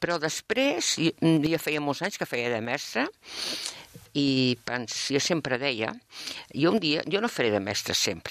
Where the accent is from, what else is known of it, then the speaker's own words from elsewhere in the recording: Gallecs, Catalonia, Spain; doncs, soc una persona que vaig néixer a Can Jornet de Gallecs l'any 1945, per tant, tinc 81 anys, i m'he passat la vida entre Gallecs, Mollet, i una miqueta